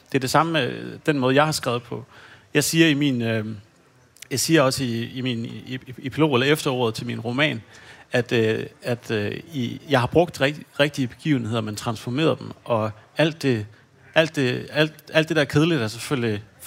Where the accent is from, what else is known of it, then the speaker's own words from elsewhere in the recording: Hanstholm, North Denmark Region, Denmark; min opvækst i Hanstholm i 90'erne.